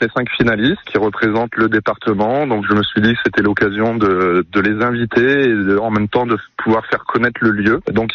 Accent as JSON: {"language": "French", "town": "Anizy-le-Grand", "region": "Hauts-de-France", "country": "France", "tie": "born or raised there", "said": "Moi j'ai grandi à Anisy Le Grand, donc j'ai rénové ce corps de ferme à 3 km d'Anisy-le-Grand"}